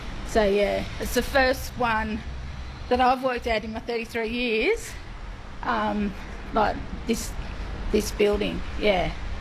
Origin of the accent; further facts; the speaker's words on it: Manilla, New South Wales, Australia; now in Tamworth, Australia; I grew up in Manila